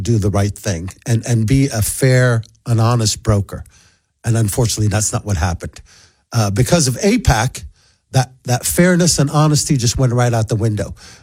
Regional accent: Northern District, Israel; I'm from the Galilee, and which is north, probably about 4 hours, 5 hours, 4 hours north. Probably not even 4 hours, probably 3 hours. And I have family in the Galilee.

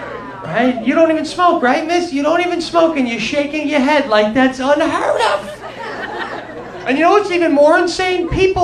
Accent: New York, United States; accent: New York; I got a New York one, though, so bear with me. I try not to swear too much, but I'm Italian from New York.

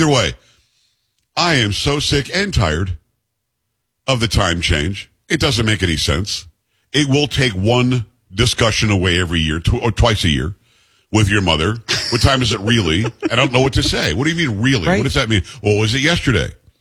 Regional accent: Florida, United States; also born or lived in New York; growing up, obviously, we had daylight savings time when I grew up in Florida. I'm from New York originally. We spent a lot of time in Michigan and so on.

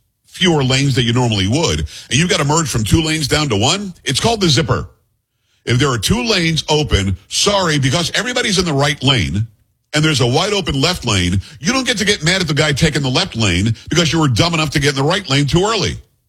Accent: Florida, United States; born or raised there; also born or lived in New York

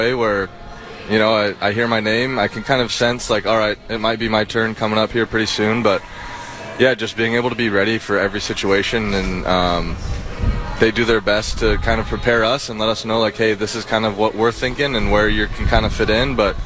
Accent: California, United States; now in Utah, United States; getting to visit my parents where I grew up in California is not too shabby either.

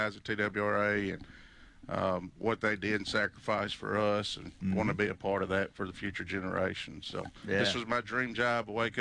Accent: Millington, Tennessee, United States; I grew up in Millington, Tennessee, so I'm home.

